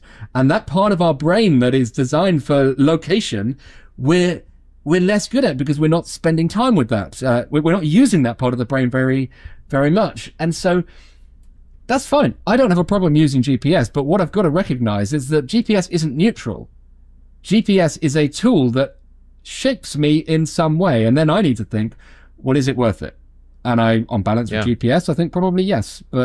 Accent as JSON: {"language": "English", "country": "United Kingdom"}